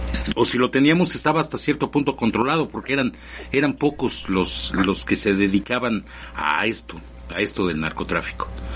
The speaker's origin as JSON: {"language": "Spanish", "country": "Mexico", "said": "la patria somos todos los mexicanos también"}